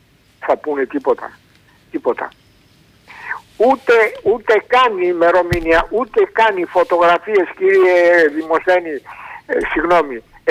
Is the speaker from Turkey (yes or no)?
yes; Istanbul, Turkey; now in Greece; Είμαι από την Κωνσταντινούπολη, είμαι 82 χρονών, ήμουν 13 χρονών όταν ζήσαμε τη μαύρη αυτή με καμένο σπίτι και καμένο μαγαζί του πατέρα μου.